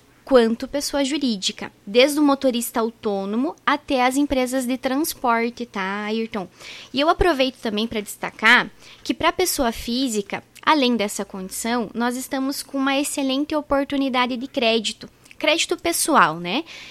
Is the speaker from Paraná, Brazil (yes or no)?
yes; Francisco Beltrão, Paraná, Brazil; born there; now in Água Branca, Brazil; Eu sou de Beltrão, nasci ali, sou beltronense. Eu me considero metade beltronense, metade marmeleiro, porque eu moro aqui na Água Branca. Então é metade do caminho